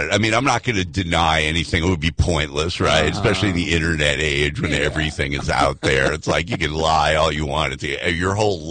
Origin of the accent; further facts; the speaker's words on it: Illinois, United States; also born or lived in New York; I was born in Illinois. I was about 7 years old, moved to, you know, upstate New York, and then moved back to the same town in Illinois to go to high school.